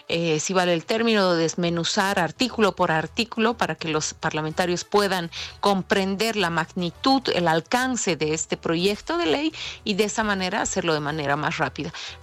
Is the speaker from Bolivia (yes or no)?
yes; Bolivia; todos somos bolivianos